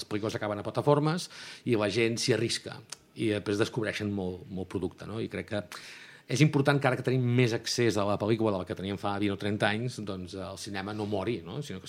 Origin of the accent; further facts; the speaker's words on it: Girona, Catalonia, Spain; una època que vaig viure de petit, en la ciutat meva, jo soc de Girona